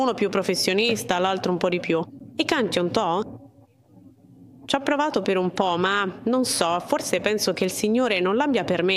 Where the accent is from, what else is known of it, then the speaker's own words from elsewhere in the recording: Colombia; moved away as an adult; sono colombiana. La mia famiglia, grazie a Dio, proviene da credenze cattoliche.